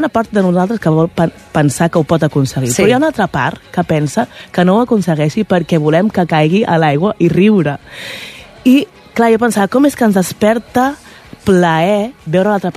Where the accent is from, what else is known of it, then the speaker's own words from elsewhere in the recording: Hostalets de Balanyà, Catalonia, Spain; El meu poble, Hostalets de Balanyà, va participar-hi.